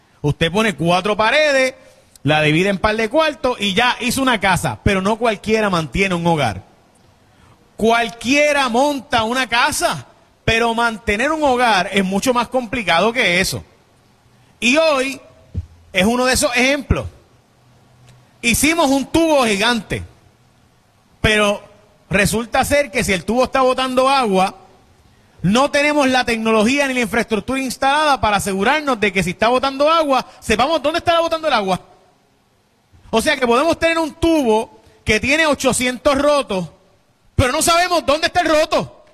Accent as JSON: {"language": "Spanish", "country": "Puerto Rico", "said": "Yo amo Puerto Rico"}